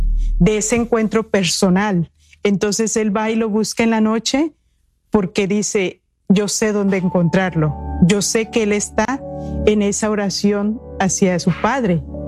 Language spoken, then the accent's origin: Spanish; Acapulco, Guerrero, Mexico; yo que vengo de un puerto, yo soy de Acapulco, y allá la vida es de noche.